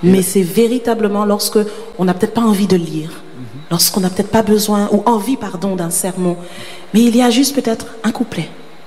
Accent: Guadeloupe; also born or lived in Martinique / England / Paris; chez nous en Guadeloupe

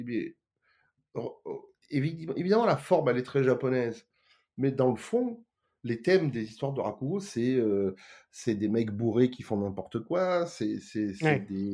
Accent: Nice, Provence-Alpes-Côte d'Azur, France; moved away as an adult; now in Japan; Je joue régulièrement aussi au musée des Arts Asiatiques de Nice. Donc là, c'est ma ville natale.

